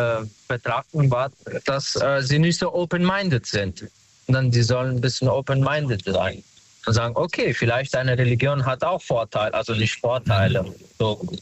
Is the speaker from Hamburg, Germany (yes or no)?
no; Wiesbaden, Hesse, Germany; Ich komme aus hier aus Wiesbaden.